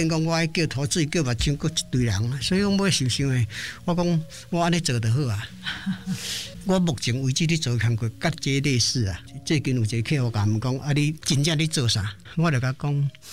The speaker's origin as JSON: {"language": "Chinese", "region": "Yilan County", "country": "Taiwan", "moved": "yes", "lives_now": "Hualien, Taiwan", "said": "我是宜兰人。"}